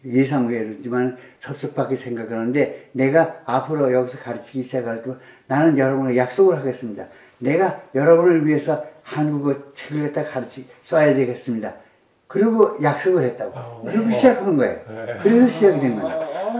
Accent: Seoul, South Korea; born there; 나 서울 태생인데

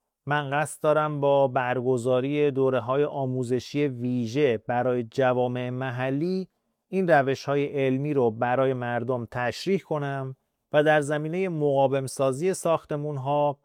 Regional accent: Kunar, Afghanistan; در زادگاه من، ولایت کنر در شرق افغانستان

